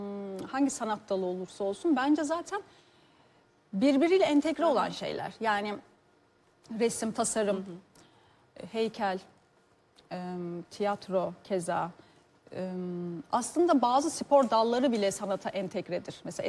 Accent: Konya, Turkey; also born or lived in Sinop; Mesela işte Sinop'ta doğdum. Aha. Konya'da büyüdüm.

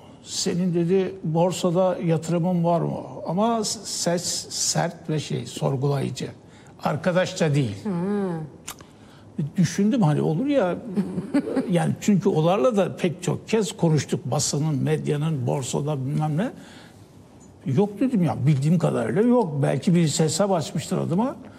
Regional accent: Trabzon, Turkey; Ben Trabzonluyum.

